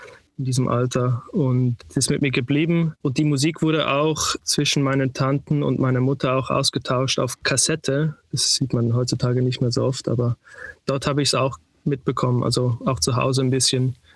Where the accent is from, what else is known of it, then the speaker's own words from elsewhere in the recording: Sydney, New South Wales, Australia; now in Berlin, Germany; Ich bin in Sydney aufgewachsen. Meine Mutter kommt aus dem Libanon und mein Vater aus der Schweiz, also aus der Zentralschweiz. Deshalb kann ich Deutsch sprechen.